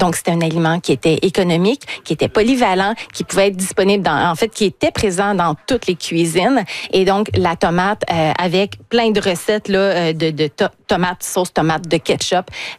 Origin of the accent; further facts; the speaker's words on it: Canada; vers chez nous, au Canada